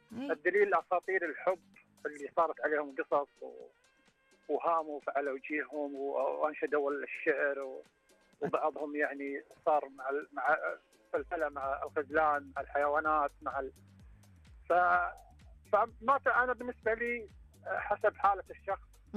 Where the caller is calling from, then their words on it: Riyadh, Riyadh Province, Saudi Arabia; انا والله من الرياض.